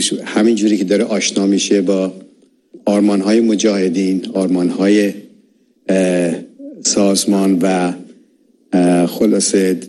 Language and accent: Persian; Iran; moved away; من از ایران اومدم 14 سال بیشتر نداشت